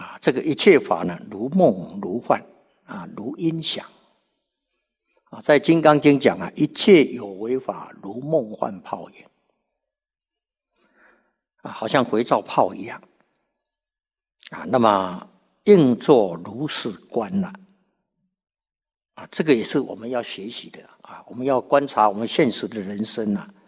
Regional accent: China; 我们中国人

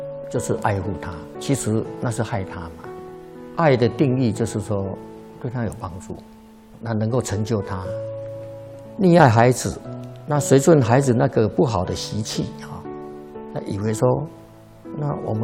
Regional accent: China; 我们中国人

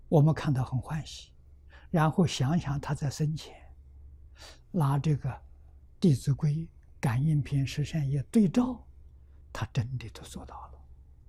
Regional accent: China; 我们中国人算虚岁，外国人算始祖年龄79岁。

